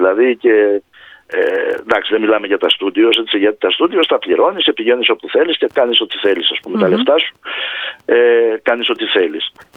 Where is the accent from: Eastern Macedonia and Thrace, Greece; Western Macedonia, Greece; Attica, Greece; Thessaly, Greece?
Attica, Greece; Athens; also born or lived in Rethymno; εκεί μεγάλωσα δηλαδή, όταν ήρθαμε από το Ρέθυμνο, εκεί μεγάλωσα και έζησα